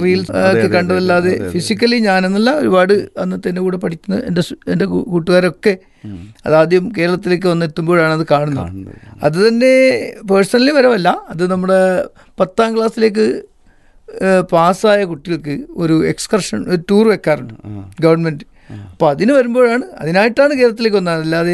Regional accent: the island, Lakshadweep, India; born or raised there

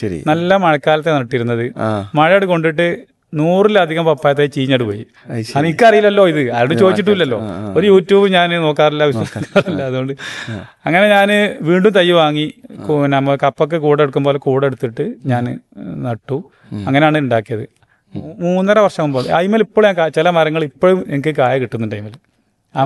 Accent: Kerala, India; നമ്മളീ മലബാർ മേഖലയിൽ നീലക്കൂവ ഉള്ളൂ.

